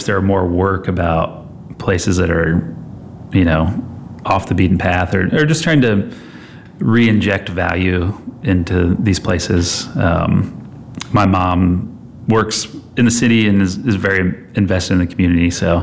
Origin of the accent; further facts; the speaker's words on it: Elwood, Indiana, United States; I'm from Elwood